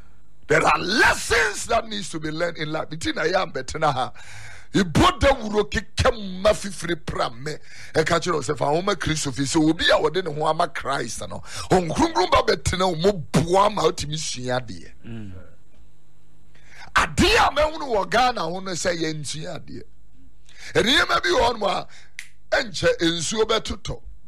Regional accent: Accra, Greater Accra, Ghana; born there; I was born in Accra, so I see myself more as a girl than a kwewu person.

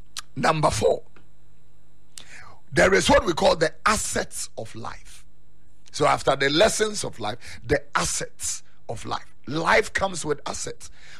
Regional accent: Accra, Greater Accra, Ghana; born or raised there

